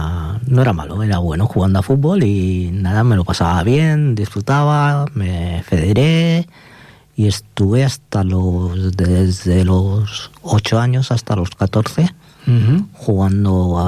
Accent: Barcelona, Catalonia, Spain; Nací en Barcelona. Y nada, y a los pocos días me vine ya a Barrio Maragall.

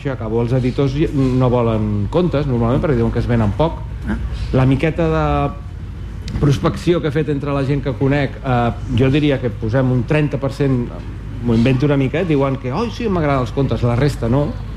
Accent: Barcelona, Catalonia, Spain; also born or lived in Alicante; els meus pares van viure a Alacant 8 anys i els últims 3 mesos jo vaig néixer i van venir cap aquí. Sóc barceloní, però oficialment sóc nascut a Alacant

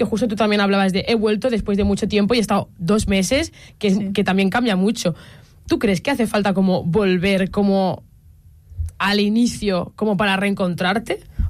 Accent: Ripollet, Catalonia, Spain; moved away as an adult; now in Barcelona, Spain; Yo soy de Ripollet.

